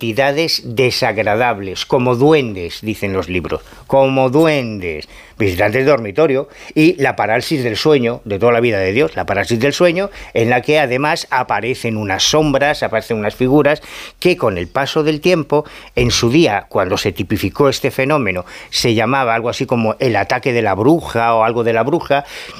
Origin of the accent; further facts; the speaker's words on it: Galicia, Spain; en Galicia tenemos una gran tradición de presencia de estos pueblos del norte.